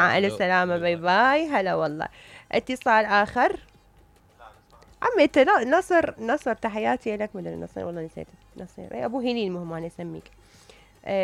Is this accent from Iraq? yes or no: yes; Iraq; هذه الصفه موجوده كعراقيين